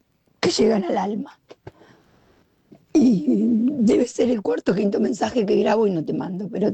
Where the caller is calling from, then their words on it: Barcelona, Catalonia, Spain; de Barcelona.